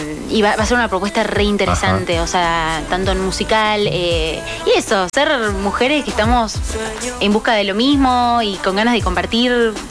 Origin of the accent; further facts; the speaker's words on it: Tucumán, Argentina; now in Buenos Aires, Argentina; yo que, imagínate, que vengo de Tucumán, que es muy chiquito, que hay mucha cultura, hay mucha arte.